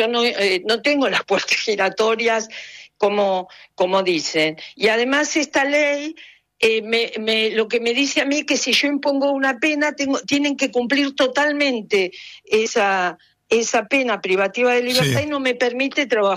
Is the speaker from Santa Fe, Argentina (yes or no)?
no; Buenos Aires Province, Argentina; Yo soy bonaerense y trabajo dentro de la provincia de Buenos Aires